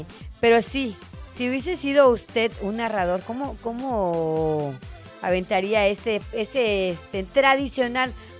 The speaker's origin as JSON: {"language": "Spanish", "country": "Mexico", "said": "nosotros como mexicanos"}